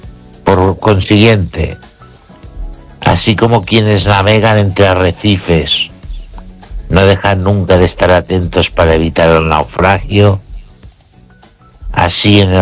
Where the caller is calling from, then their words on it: Ourense, Galicia, Spain; de Orense.